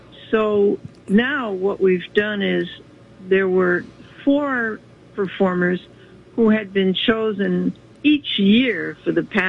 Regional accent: Boston, Massachusetts, United States; moved away as an adult; now in New York, United States; I'm a Bostonian, but I transplanted over here in 1978.

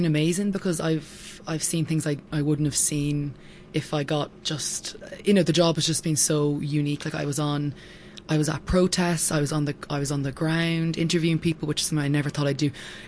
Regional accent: Ireland; moved away as an adult; because I'm Irish

